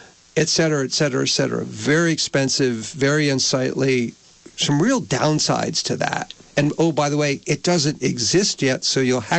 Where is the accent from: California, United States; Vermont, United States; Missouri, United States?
Vermont, United States; Colchester; The lady who started the little Colchester community newspaper, and I was raised in Colchester